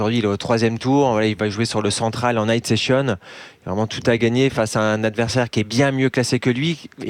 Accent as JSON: {"language": "French", "country": "France", "said": "moi, en tant que Français, bien évidemment, j'espère toujours une surprise française."}